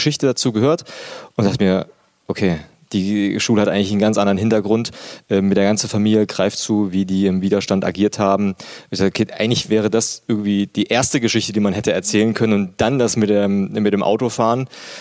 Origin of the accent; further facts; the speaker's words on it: Suhl, Thuringia, Germany; also born or lived in Zella-Mehlis; now in Oberhof, Germany; ich bin in Suhl geboren, Suhl aufgewachsen.